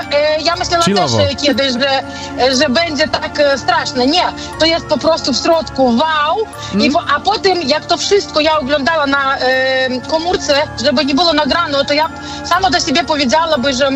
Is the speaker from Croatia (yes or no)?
no; Belarus; Polish is a second language; I mówię, o Boże, bo ja jestem z Białorusi, ja nie jestem z Polski.